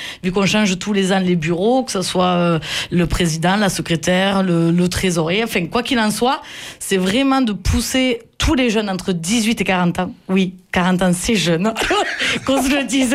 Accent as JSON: {"language": "French", "region": "Occitanie", "country": "France", "accent": "Lévézou", "said": "Oui, j'ai reconnu mon accent du Lévezou, là. Bien péchu, bien pointu."}